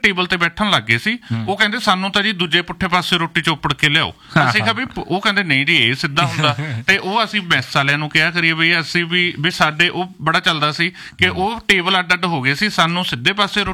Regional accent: Barnala, Punjab, India; ਕਿਉਂਕਿ ਮੈਂ ਬਰਨਾਲੇ ਤੋਂ ਬਿਲੋਂਗ ਕਰਦਾ, ਮਾਲਵੇ ਤੋਂ ਬਿਲੋਂਗ ਕਰਦਾ

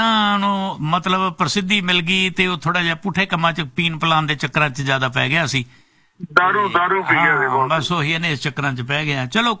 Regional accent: Faridkot, Punjab, India; ਸਾਡੇ ਫਰੀਦਕੋਟ ਦਾ ਸੀ ਜੀ, ਮੈਂ ਵੀ ਫਰੀਦਕੋਟ ਦਾ ਹੀ ਹਾਂ

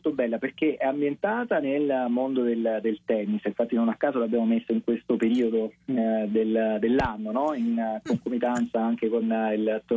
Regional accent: Naples, Campania, Italy; da napoletano, quando un non napoletano interpreta, insomma, dei personaggi della mia città

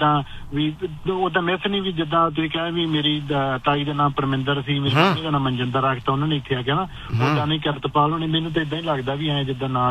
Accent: Faridkot, Punjab, India; ਹਾਂਜੀ ਹਾਂਜੀ ਬਾਈ, ਮੈਂ ਵੀ ਫਰੀਦਕੋਟ ਤੋਂ ਆ ਬਾਈ

